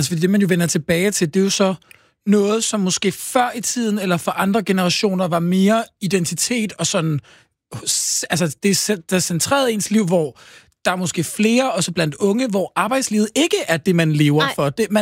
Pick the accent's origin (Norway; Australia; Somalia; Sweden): Sweden; Stockholm, Stockholm County; Jeg er vokset op i Stockholm.